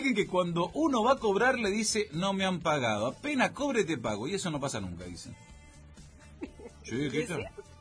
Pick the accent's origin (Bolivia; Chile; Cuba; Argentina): Argentina; Malargüe, Mendoza; Hola, soy de Malargüe.